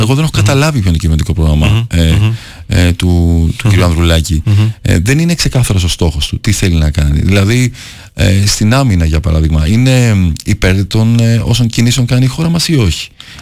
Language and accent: Greek; Athens, Attica, Greece; Ήρθαν πρόσφυγες μικρά παιδιά στην Αθήνα. Μεγαλώσαμε στην Αθήνα. Αγαπάω πάρα πολύ τον τόπο μου στην Καβάλα.